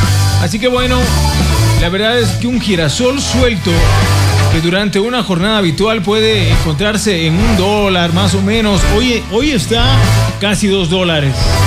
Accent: Ecuador

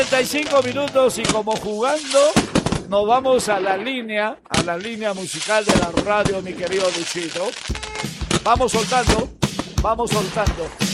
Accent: San Agustín de Cajas, Junín, Peru; mi distrito, que es San Agustín de Cajas.

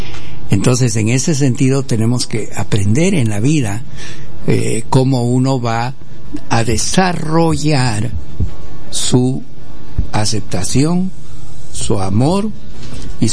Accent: Cajamarca, Peru; porque yo soy de Cajamarca, de la sierra, y siempre … ¿no? Y entonces … porque yo soy indio

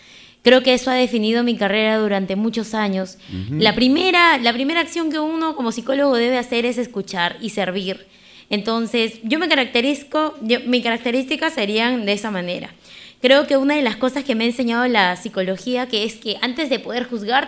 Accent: Chala, Arequipa, Peru; soy hija de Puerto de Chala

